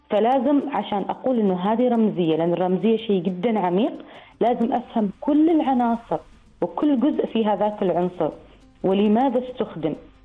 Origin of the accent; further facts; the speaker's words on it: Oman; نحن عندنا في عمان، بما أنه عندنا تباين ثقافي كبير وعندنا تاريخ ما شاء الله يعني واسع ممتد